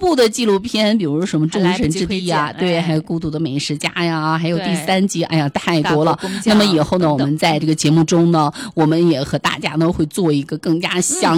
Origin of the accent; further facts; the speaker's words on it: China; 你都感觉到作为中国人啊，为我们的国家真的感到骄傲。